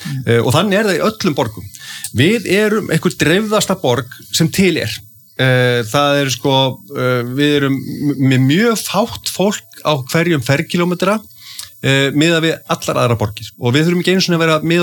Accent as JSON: {"language": "Icelandic", "town": "Reykjavík", "region": "Capital Region", "country": "Iceland", "tie": "born or raised there", "said": "ég er alinn upp í Breiðholtinu. Í hólunum í Breiðholti"}